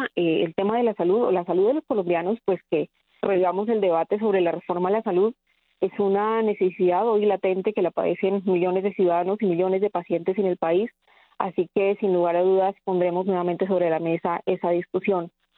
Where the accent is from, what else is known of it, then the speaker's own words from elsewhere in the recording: Putumayo, Colombia; yo vengo del departamento del Putumayo